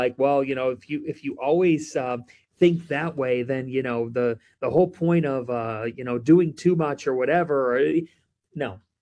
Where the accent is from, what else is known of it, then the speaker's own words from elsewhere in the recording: Cleveland, Ohio, United States; But honestly, and I don't like the pity party because I'm from Cleveland